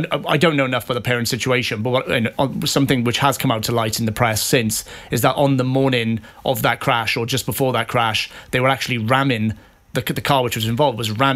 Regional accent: Caerphilly, Wales, United Kingdom; I'm from South Wales, Caerphilly, very deprived area. You know, not an abundance of opportunity, right, in the area, and there's lots of crime

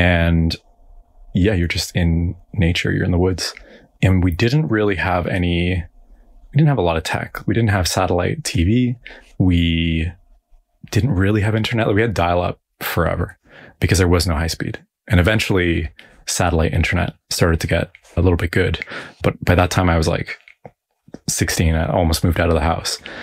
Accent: Toronto, Ontario, Canada; born there; I was born in Toronto, but at 1 year old, my parents moved into a cabin in the woods that my dad had built.

